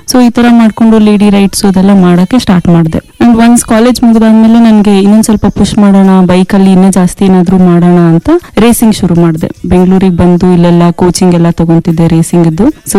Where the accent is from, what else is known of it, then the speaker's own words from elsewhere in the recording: Hubballi, Karnataka, India; ನಾನು ಹುಬ್ಬಳ್ಳಿಯಿಂದ ಬಂದಿದ್ದೀನಿ. ನಾನು ಹುಟ್ಟಿ ಬೆಳೆದಿದ್ದೆಲ್ಲ ಹುಬ್ಬಳ್ಳಿಯಲ್ಲೇನೆ, ನಂದು ಎಜುಕೇಶನ್ ಕೂಡ ಹುಬ್ಬಳ್ಳಿಯಲ್ಲೇ ಆಗಿದೆ.